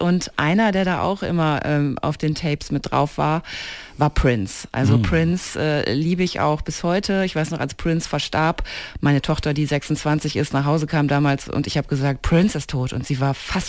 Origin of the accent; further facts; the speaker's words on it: Bad Iburg, Lower Saxony, Germany; ich komme aus Bad Iburg